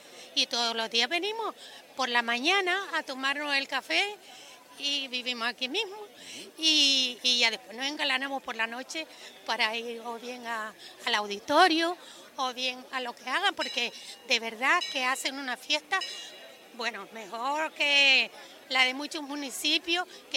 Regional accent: Tejeda, Canary Islands, Spain; Pues yo como nuera, porque yo no soy de aquí, yo soy de Tejeda

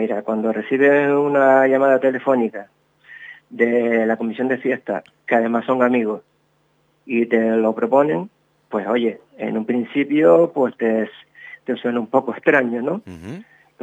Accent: El Palmar, Canary Islands, Spain; moved away as an adult; now in Tenerife, Spain; yo nací en el Palmar, me crié en el Palmar

